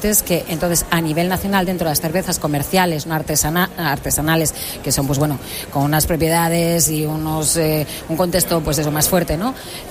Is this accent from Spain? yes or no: yes; Catalonia, Spain; now in Asturias, Spain; Yo, como buena catalana, ya asturiana de adopción, después de tantos años